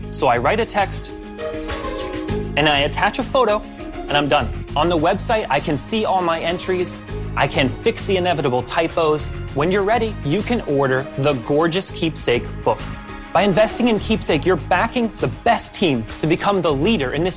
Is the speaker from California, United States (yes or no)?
no; Newton, Massachusetts, United States; I'm here today from Newton, Massachusetts